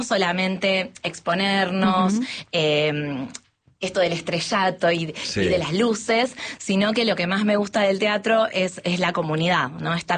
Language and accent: Spanish; Buenos Aires, Argentina; Yo soy de Villa Luano, en donde casi no hay centros culturales. No había cuando yo era chica y tampoco hay ahora.